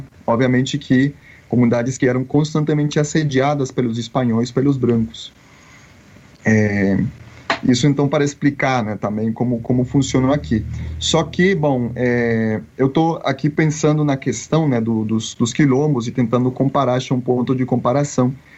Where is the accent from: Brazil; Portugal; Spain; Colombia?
Colombia; Cali, Valle del Cauca; Portuguese is a second language; Cali, por exemplo, a cidade onde eu moro, de onde eu sou, é a segunda cidade negra da América Latina, depois de Salvador.